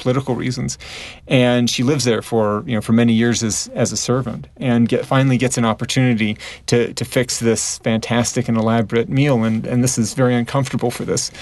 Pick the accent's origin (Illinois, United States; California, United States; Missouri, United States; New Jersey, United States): Missouri, United States; St. Louis; born there; also born or lived in Sweden; I was born in St. Louis in the Midwest, and being in Sweden for those 3 years really, I think, as a child, helped to expand my view of the world